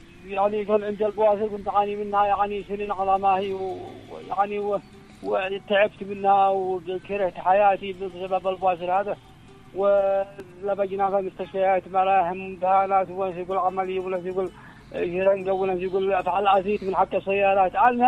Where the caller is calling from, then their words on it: Sanhan, Sanaa, Yemen; من سنحان بيت الشاطبي